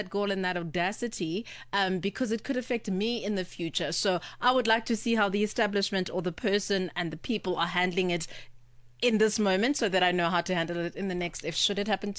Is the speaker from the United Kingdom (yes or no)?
no; Pretoria, Gauteng, South Africa; I grew up in Pretoria